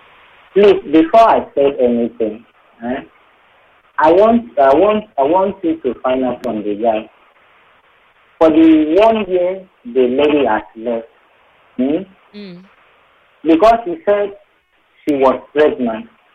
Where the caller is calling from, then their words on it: Ikorodu, Lagos, Nigeria; I'm calling from Ikorodu.